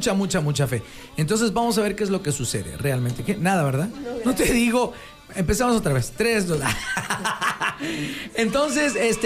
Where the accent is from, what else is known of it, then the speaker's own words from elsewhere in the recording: Mexico; yo como mexicano me siento feliz y contento